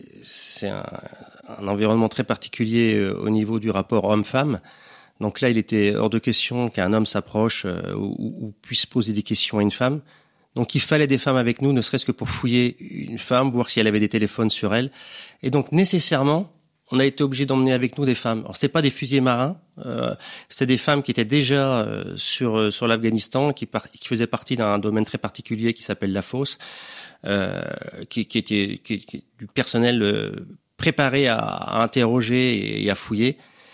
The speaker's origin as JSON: {"language": "French", "town": "Lorient", "region": "Brittany", "country": "France", "tie": "born or raised there", "said": "Je suis un petit breton qui est arrivé à 6 mois à Lorient"}